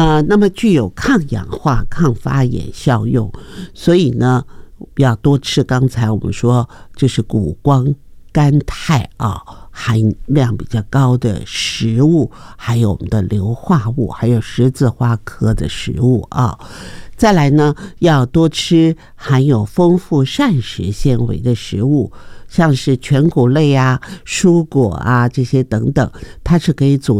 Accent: Taiwan; 我们台湾人

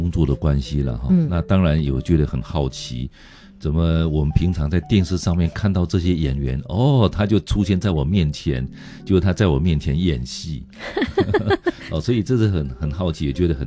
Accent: Zhushan, Nantou County, Taiwan; 因为我是来自于南投竹山的小孩子哈

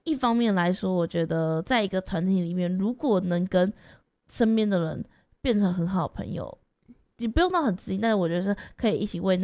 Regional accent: Kaohsiung, Taiwan; moved away; 回到我的家乡高雄，

